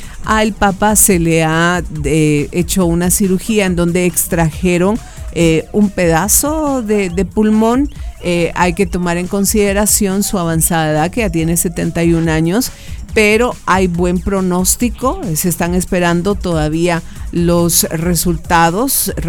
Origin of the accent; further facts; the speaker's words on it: San Pedro Carchá, Alta Verapaz, Guatemala; moved away; Los transportistas de allá de mi pueblito natal